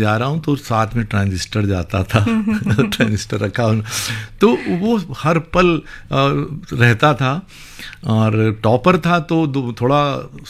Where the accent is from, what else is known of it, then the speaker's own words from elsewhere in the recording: Kanpur, Uttar Pradesh, India; born there; जब घर में रेडियो आया, कानपुर में